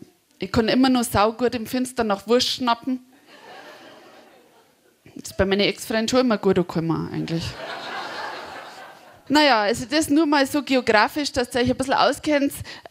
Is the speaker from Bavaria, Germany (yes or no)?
yes; Regensburg, Bavaria, Germany; Ich komme aus Regensburg und das ist die Gegend, wo sich der Nebel sammelt im Donautal.